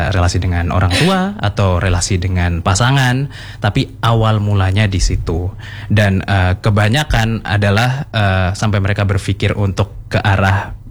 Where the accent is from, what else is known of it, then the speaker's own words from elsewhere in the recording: Java, Indonesia; saya orang Jawa jadi taunya cuma budaya Jawa.